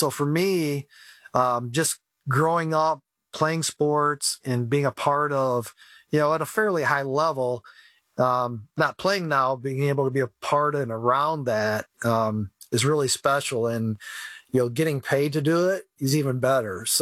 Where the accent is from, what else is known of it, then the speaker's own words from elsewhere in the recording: Lansing, Michigan, United States; I grew up in Lansing and played both sports at Lansing Catholic Central.